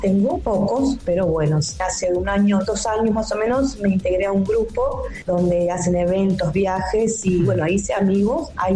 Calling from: José León Suárez, Buenos Aires Province, Argentina; de José León Suárez.

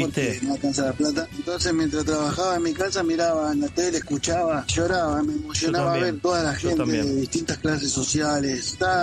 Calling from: Casanova, Buenos Aires Province, Argentina; de Casanova.

